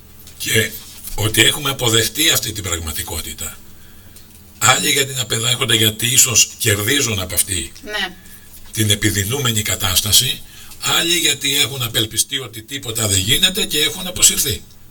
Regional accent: Zakynthos, Ionian Islands, Greece; moved away as an adult; Έφυγα, ως φοιτητής έφυγα από τη Ζάκηθο.

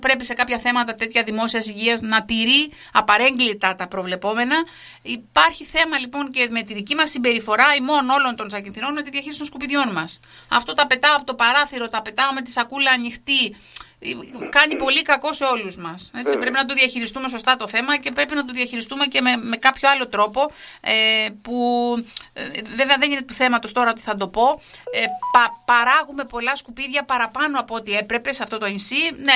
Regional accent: Laganas, Ionian Islands, Greece; στην ιδιαίτερη, πολύ ιδιαίτερη περιοχή που μεγάλωσα στο Λαγανά

